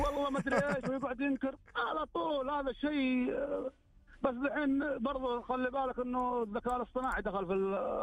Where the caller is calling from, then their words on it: Jeddah, Makkah Province, Saudi Arabia; اكلمك من جده